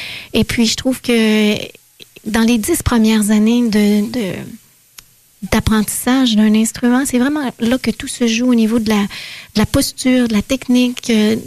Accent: Quebec City, Quebec, Canada; Oui, tout à fait.

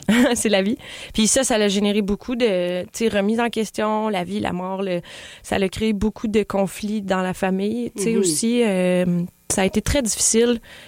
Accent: Canada; on était 4 filles canadiennes

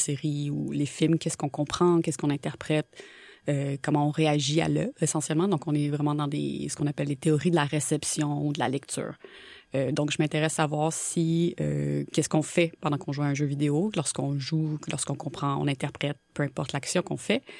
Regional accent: Chartierville, Quebec, Canada; Moi, je viens de la campagne très profonde où c'est que, à part jouer à l'extérieur dehors, moi, il n'y a pas grand-chose à faire d'autre.

